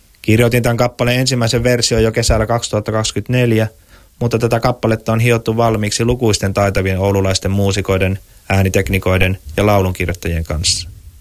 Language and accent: Finnish; Oulu, North Ostrobothnia, Finland; Olen Oulusta kotosi oleva laulaja, lauluntekijä ja musiikinopettaja.